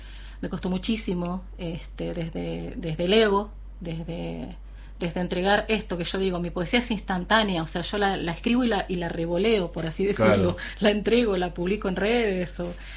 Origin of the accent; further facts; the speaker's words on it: Chos Malal, Neuquén, Argentina; Yo hace 58 años que vivo en Chosma, nunca me fui de Chosma, siempre claro. En mi lugar y siempre y lo elijo. Entonces sí, Chosmalal es el lugar.